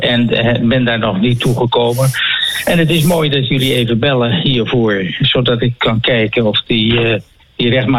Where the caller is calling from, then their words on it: Netherlands; Ja, ik kom uit Beeldhoven